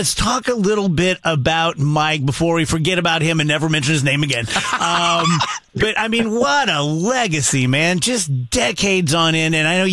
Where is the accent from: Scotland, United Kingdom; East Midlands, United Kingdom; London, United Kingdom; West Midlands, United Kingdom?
Scotland, United Kingdom; now in St. Louis, United States; and I'm Scottish, I cry all the time